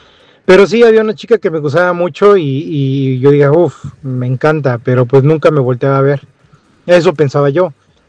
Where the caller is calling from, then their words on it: Cuernavaca, Morelos, Mexico; acudía yo mucho a un grupo de baile aquí en Cuernavaca.